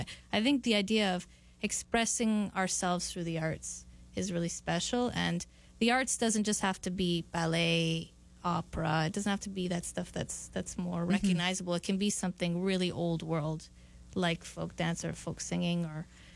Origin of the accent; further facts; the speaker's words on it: Canada; Whereas we, as second or third generation Italians, we choose every day to be Italian, because otherwise we're Canadian.